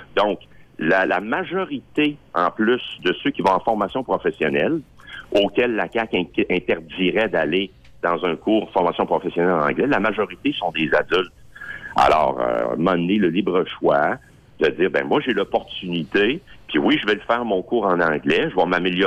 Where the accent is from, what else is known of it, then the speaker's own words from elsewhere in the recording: Quebec City, Quebec, Canada; moi, je suis un gars de Québec, je viens de Beauport. Mes filles parlent français comme moi